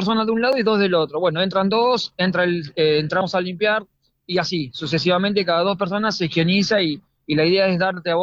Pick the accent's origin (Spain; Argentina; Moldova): Argentina; Mar del Plata, Buenos Aires Province; me venía a trabajar acá a Mar del Plata, dije, listo, ya está, la vida me está hablando, mi pueblo natal, mi ciudad natal me está diciendo, tráelo.